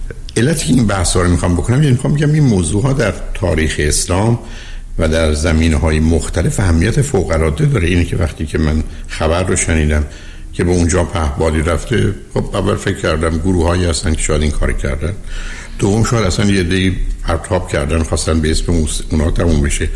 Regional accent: Iran; به عنوان یه ایرانی عرض میکنم

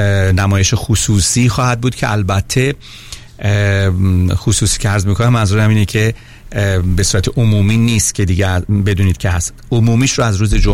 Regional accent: Iran; moved away; ما ایرانی هستیم

